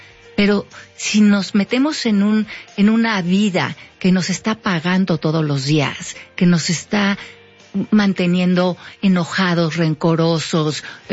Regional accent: Mexico; entender como mexicanos que la queja no nos lleva a ningún lado.

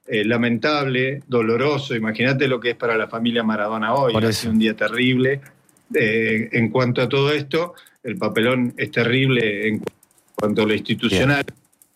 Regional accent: Argentina

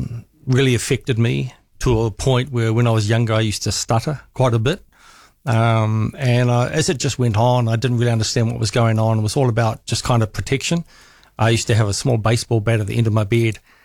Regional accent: Auckland, New Zealand; also born or lived in United Kingdom; when I was growing up in East Auckland, a lot of state housing in the area.

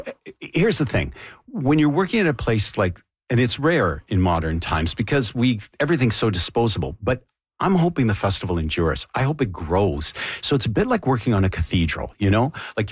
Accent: Canada; And it's better and stronger, and I'm proud of it as a Canadian.

